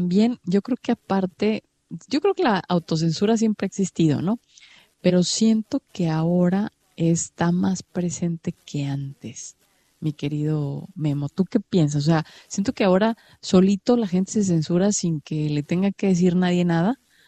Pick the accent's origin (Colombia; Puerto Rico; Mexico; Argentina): Mexico; Este año estamos de fiesta en México